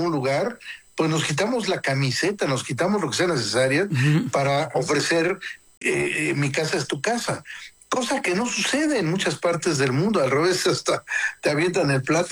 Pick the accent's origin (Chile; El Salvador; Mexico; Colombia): Mexico; Tenemos grandes cualidades como mexicanos.